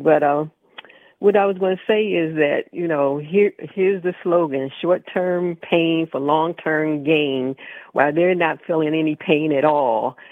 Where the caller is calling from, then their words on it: Baltimore, Maryland, United States; in Baltimore.